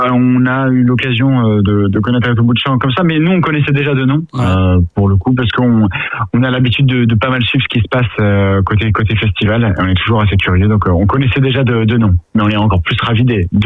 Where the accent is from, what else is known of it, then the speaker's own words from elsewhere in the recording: Paris, Île-de-France, France; Alors nous on est originaire de Paris. On a pas mal voyagé dans notre vie